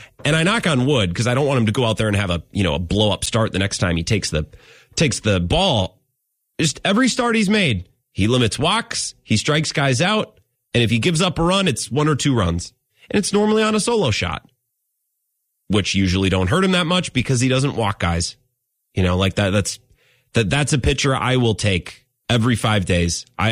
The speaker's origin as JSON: {"language": "English", "town": "Menomonie", "region": "Wisconsin", "country": "United States", "said": "I'm from up by Eau Claire. And then if they ask, you know, say Menominee."}